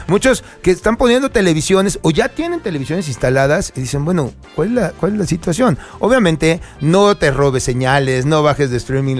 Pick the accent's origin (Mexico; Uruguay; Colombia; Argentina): Mexico